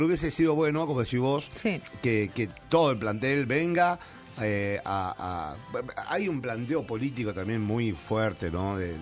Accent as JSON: {"language": "Spanish", "country": "Argentina"}